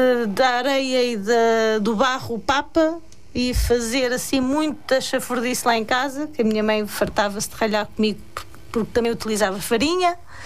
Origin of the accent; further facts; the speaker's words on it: Monte Bom, Portugal; De Monte Bom, nós somos de Monte Bom.